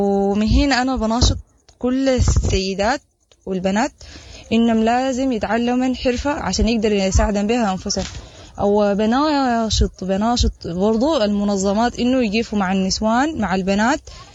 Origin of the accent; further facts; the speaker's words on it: Sudan; moved away as an adult; now in Chad; أنا لاجئة سودانية في دولة تشاد معسكر دقي، وأنا طالبة جامعية في جامعة بحري. نسبة لظروف الحرب في السودان، أنا لجأت إلى دولة تشاد